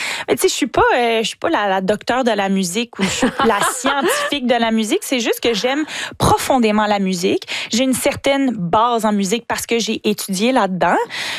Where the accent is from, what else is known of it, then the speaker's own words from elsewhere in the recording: Quebec, Canada; now in Montreal, Canada; J'aime tellement, tellement ma ville, Montréal et le Québec en entier.